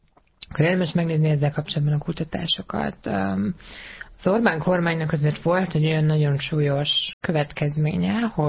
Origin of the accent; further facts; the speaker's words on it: Borsod-Abaúj-Zemplén, Hungary; én egy icipiti faluból származom, Borsod megyéből, egy 800 fős kis faluból.